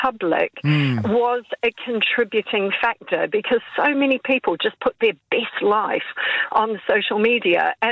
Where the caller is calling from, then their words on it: New Zealand; I'm from down under, I'm from New Zealand